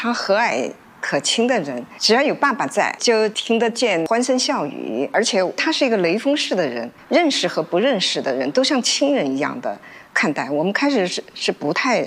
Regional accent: Nanjing, Jiangsu, China; born there; now in Shanghai, China; 我出生在南京，夏天很热

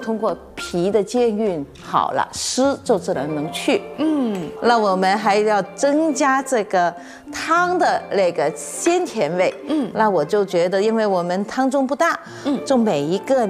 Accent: Guangdong, China; 你说我们广东人炖汤

